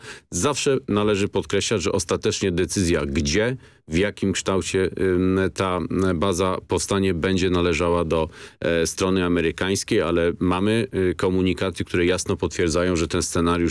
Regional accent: Greater Poland Voivodeship, Poland; Jestem Wielkopolaninem.

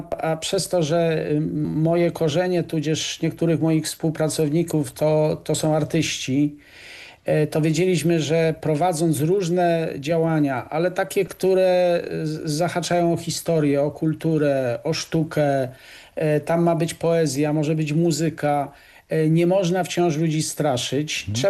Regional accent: Bielsko-Biała, Silesian Voivodeship, Poland; w centrum mojego rodzinnego miasta Bielska-Białej

